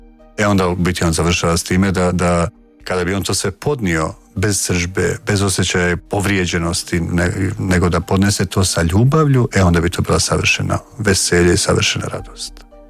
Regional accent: Bosnia & Herzegovina; moved away; dolazim iz Bosne pa sam djelovao u tim nekim župama koje su bile i gdje su katolici bili u manjini, jel?

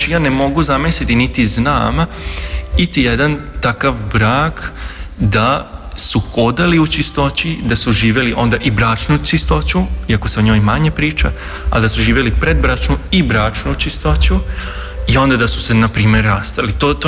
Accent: Vojvodina, Serbia; now in Croatia; ja sam Mađar iz Vojvodine.

